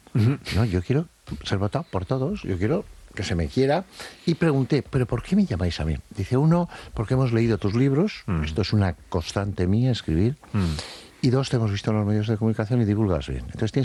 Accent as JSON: {"language": "Spanish", "town": "Madrid", "region": "Community of Madrid", "country": "Spain", "tie": "born or raised there", "also_born_or_lived": "Estella"}